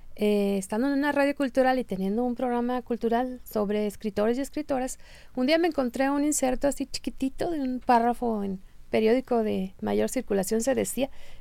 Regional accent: Navojoa, Sonora, Mexico; moved away; llegar a mi gente del sur del estado, porque es de saber que soy de Navojoa.

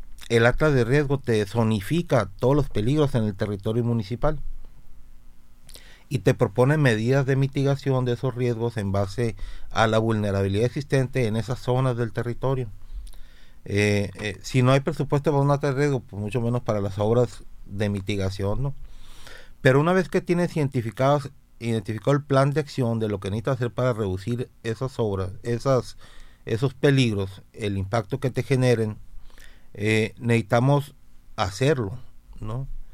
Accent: Sonora, Mexico; nosotros como sociedad sonorense

